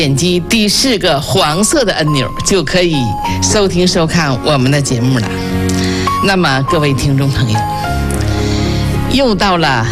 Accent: Liaoning, China; 作为我们辽宁人来讲

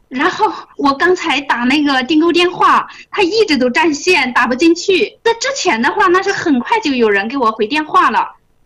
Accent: Hunan, China; 哎，我是湖南的。

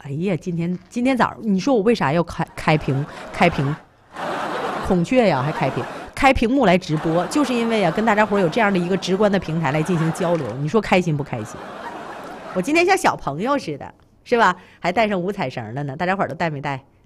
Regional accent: Qingyang, Gansu, China; moved away; 我人生当中收到的第一束百合花就是在我的老家，在西峰

